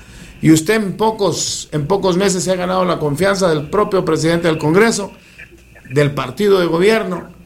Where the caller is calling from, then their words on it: Honduras; acá en la zona central del país, en nuestro departamento